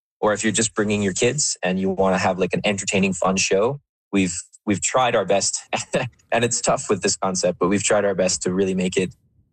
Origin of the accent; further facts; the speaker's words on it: Calgary, Alberta, Canada; So I'm back here in my hometown in Calgary.